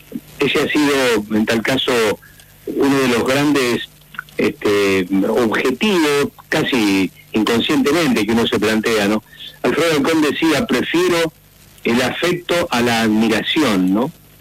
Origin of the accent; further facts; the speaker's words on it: San Pedro, Buenos Aires Province, Argentina; moved away; trabajando en una propaladora en mi pueblo, en San Pedro